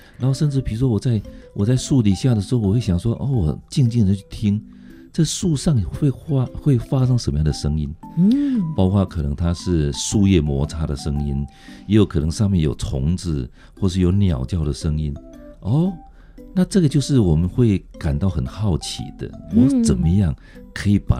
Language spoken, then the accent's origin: Chinese; Zhushan, Nantou County, Taiwan; 因为我是来自于南投竹山的小孩子